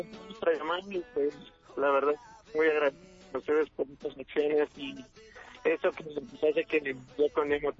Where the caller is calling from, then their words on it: Mexico City, Mexico; No, yo soy aquí de la Ciudad de México y radico en la Gustavo Madero.